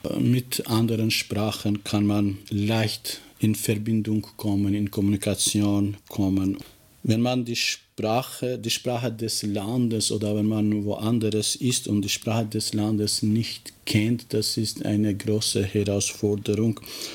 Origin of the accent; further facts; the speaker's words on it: Kosovo; first language Albanian; German is a second language; now in Germany; Ich bin Albaner, ich komme aus Kosovo.